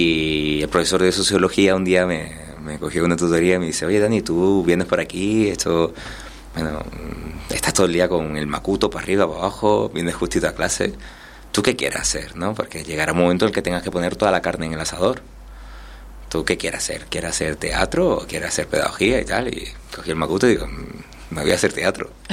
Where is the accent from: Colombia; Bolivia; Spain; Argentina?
Spain; Andalusia; now in Canary Islands, Spain; me crié también en Andalucía, estuve 10 años en Andalucía y estuve cambiando de centro educativo en centro educativo, y el primer centro que vine a Canarias fue a Los Cristianos, al sur de Tenerife.